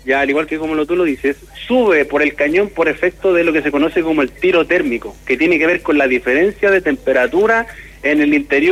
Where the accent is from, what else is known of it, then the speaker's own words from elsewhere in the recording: Concepción, Biobío, Chile; Los que somos penquistas, mi viejo, los que somos penquistas estamos acostumbrados de que acá, lamentablemente, es tropicón